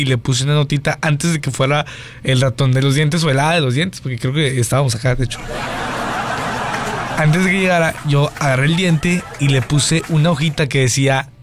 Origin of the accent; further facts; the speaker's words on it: Mexico; now in United States; Bueno, eso es en México, porque en Estados Unidos es el hada de los dientes. Acá sí había presupuesto. Cuando yo estaba en mi ranchito, ¿no? Era ratoncito Pérez